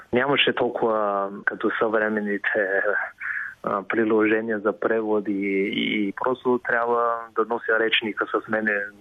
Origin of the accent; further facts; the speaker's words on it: Beijing, China; Bulgarian is a second language; now in Bulgaria; Аз лично съм роден в Пекин и съм израснал в Пекин, който е един космополитен град. За мен природата в България и красотата е несравнимо с откъдето съм.